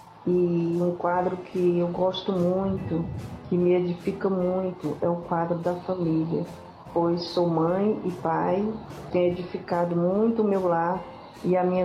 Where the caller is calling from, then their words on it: Piripiri, Piauí, Brazil; daqui da cidade de Piripiri, estado do Piauí.